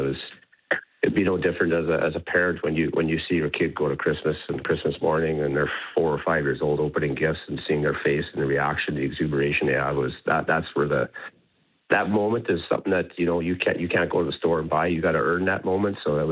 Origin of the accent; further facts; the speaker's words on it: Lac du Bonnet, Manitoba, Canada; I'm from Lac-de-Bonnie, which is an hour and a half away from Niverville